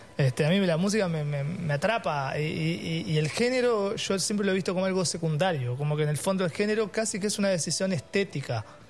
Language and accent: Spanish; Uruguay; yo crecí mucho, obviamente siendo uruguayo, con la música del Río de la Plata, con lo que había enfrente al Río de la Plata, que era la música argentina.